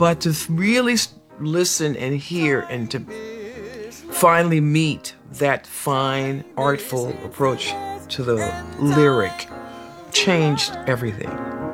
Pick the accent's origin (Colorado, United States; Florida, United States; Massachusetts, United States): Florida, United States; Miami; born there; I was born in Miami, Florida. The family life was really centered around church, the community.